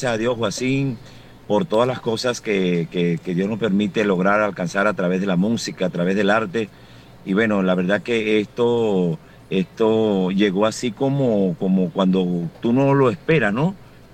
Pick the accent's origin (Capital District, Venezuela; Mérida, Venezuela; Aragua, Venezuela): Mérida, Venezuela; also born or lived in Zulia; now in Lara, Venezuela; con mi gente de Mérida, de donde yo vengo, de la zona sur del lago, de un pequeño pueblito donde vivían mis padres que ya se fueron hace años. Y bueno, por ahí cercano al Vigía, que es Puerto Chama, en la vía hacia el Chivo.